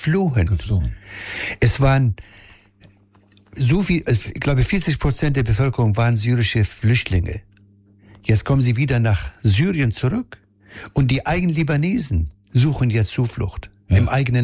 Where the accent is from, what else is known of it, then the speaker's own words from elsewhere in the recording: Palestine; now in Germany; als Palästinenser